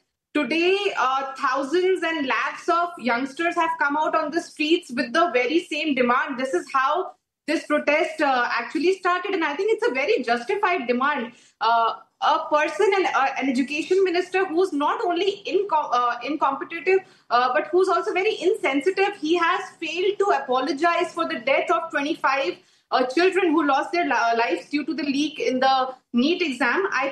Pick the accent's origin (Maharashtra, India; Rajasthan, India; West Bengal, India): Maharashtra, India; I come from Maharashtra.